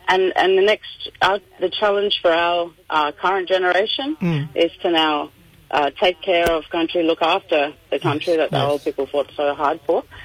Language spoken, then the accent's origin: English; Aurukun, Queensland, Australia; I'm a WIC Waya woman from Aurukun.